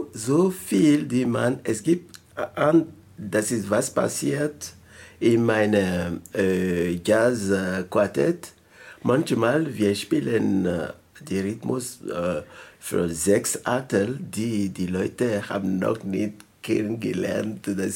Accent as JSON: {"language": "German", "country": "Benin", "moved": "yes", "said": "Ich komme aus Benin, Westafrika."}